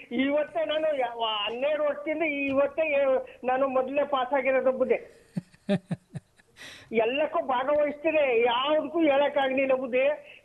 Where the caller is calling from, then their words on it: Nanjangud, Karnataka, India; ನಂಜನಗೂಡಿಂದ, Neelakantha Nagar sir